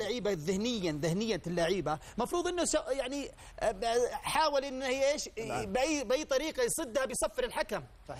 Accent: Saudi Arabia

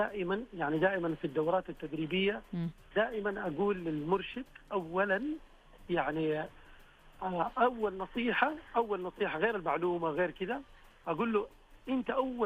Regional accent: Saudi Arabia; عندنا السياحة في السعودية

